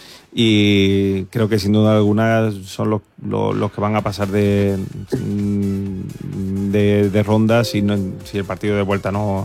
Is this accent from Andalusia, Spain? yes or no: yes; Cádiz, Andalusia, Spain; Yo soy gaditano, almeriense, andaluz y muy español.